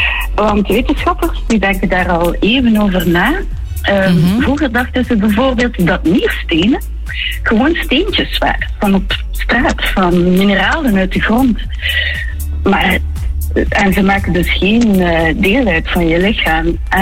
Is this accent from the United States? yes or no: no; Ghent, Flanders, Belgium; Als echte Gentenaar hoef je daar niet altijd te